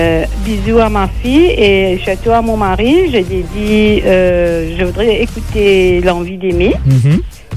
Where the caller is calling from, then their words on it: Mahébourg, Grand Port, Mauritius; je suis de Villeneuve-Maillebourg.